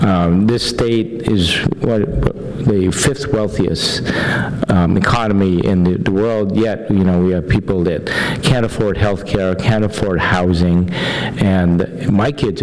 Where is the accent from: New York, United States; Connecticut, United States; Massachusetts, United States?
New York, United States; I grew up in New York, and the … name is, you know, it's a huge name.